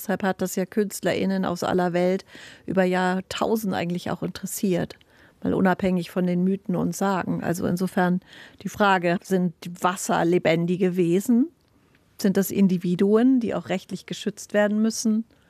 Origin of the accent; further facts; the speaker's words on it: Hamburg, Germany; Also ich bin damit auch aufgewachsen in Hamburg mit der Elbe.